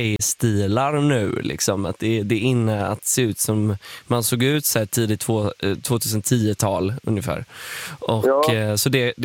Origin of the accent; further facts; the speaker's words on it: Gothenburg, Västra Götaland County, Sweden; den stilen som vi i Göteborg kallade för Partille Johnny.